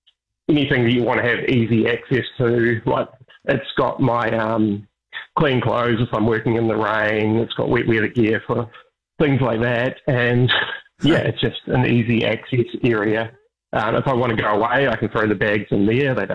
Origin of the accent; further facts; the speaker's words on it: British Columbia, Canada; I'm from the West Coast originally, and in British Columbia, it's sort of a similar quiet climate.